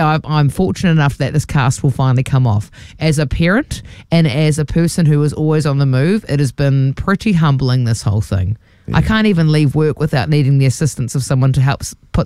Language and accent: English; Dargaville, Northland, New Zealand; I'm from Dargaville.